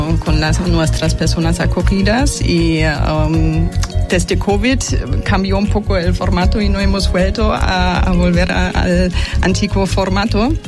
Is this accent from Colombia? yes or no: no; Germany; Spanish is a second language; now in Catalonia, Spain; Sí, soy alemana, pero vivo en España, en Cataluña, desde 2013.